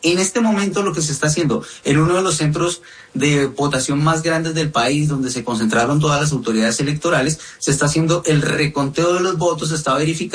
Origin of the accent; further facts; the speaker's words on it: Colombia; la percepción que tiene uno como colombiano